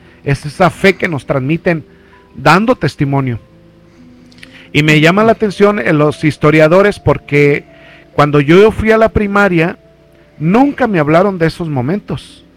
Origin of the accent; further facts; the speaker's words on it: Zamora, Michoacán, Mexico; Allí en mi, de donde yo soy, donde yo crecí, uh-huh, hay un santuario que es muy reconocido a nivel nacional, uh-huh, el santuario de Guadalupe en, uh-huh, Zamora.